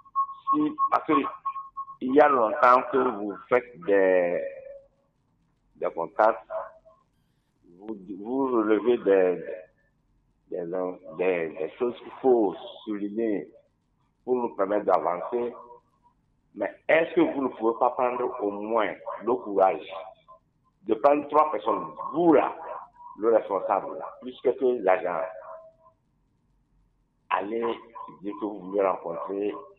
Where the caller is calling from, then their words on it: Sokodé, Centrale, Togo; J'appelle de Sokodé.